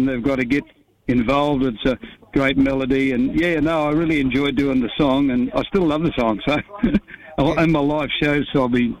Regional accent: Alice Springs, Northern Territory, Australia; moved away as an adult; I can't wait to get back to my hometown. I still call it my hometown, although. I've been coming and going for a lot of years now, but all my family's still up there. So, and you know, I went to school up there and everything. You know, all my schooling was done in Alice Springs.

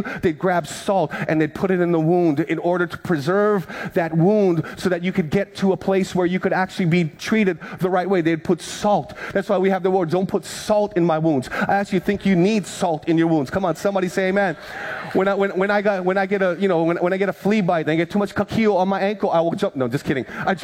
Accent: Hawaii, United States; But back when I was growing up on the Big Island, my Filipino grandma would go to the ice box, go get a popsicle

